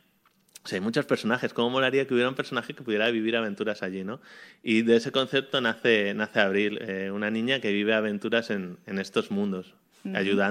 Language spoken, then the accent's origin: Spanish; Madrid, Community of Madrid, Spain; now in Germany; yo soy de Madrid, en Madrid, bueno, en Jerez, porque tengo muchos amigos de Jerez, porque mi familia es de allí